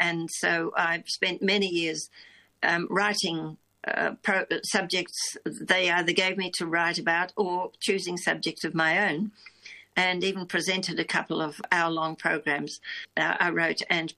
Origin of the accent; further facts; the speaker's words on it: New Zealand; moved away as an adult; also born or lived in England; now in Australia; I'm a New Zealander. I was born in England, but my parents were New Zealanders and they were there temporarily. Born in England and then went to New Zealand when with back to a New Zealand. I'm a fifth generation New Zealander when I was one and grew up in New Zealand and came here when I was 23 to study music.